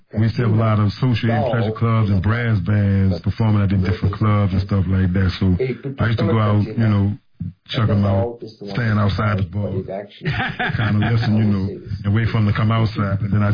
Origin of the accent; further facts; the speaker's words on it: New Orleans, Louisiana, United States; Yep, we all was born and raised in the Treme.